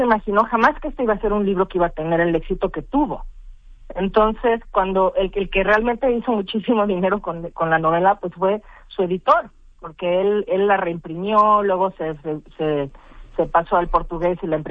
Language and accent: Spanish; Mexico; moved away as an adult; now in Toronto, Canada; soy mexicana y no española, porque lo estaba escribiendo en inglés y no en español. Pero la realidad es que al vivir en Toronto desde el año 2003